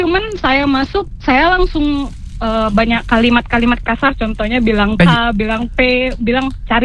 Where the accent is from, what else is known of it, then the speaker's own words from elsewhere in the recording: Medan, North Sumatra, Indonesia; Jadi kan saya kan ini dari Medan. Jadi di Medan tuh ada satu lokasi yang agak zona merah. Saya tinggal di situ.